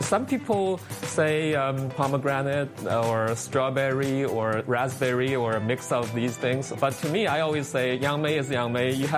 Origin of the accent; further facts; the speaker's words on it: Zhejiang, China; English is a second language; now in Fremont, United States; I came from Zhejiang province, which is the number one yangmei producing province in China. As a child, my mom introduced me to this wonderful fruit, and I loved it. And I came here, and I forgot about it.